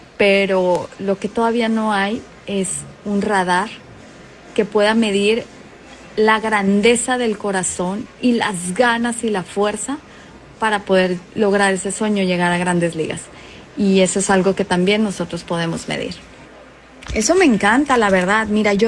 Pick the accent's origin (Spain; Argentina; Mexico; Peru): Mexico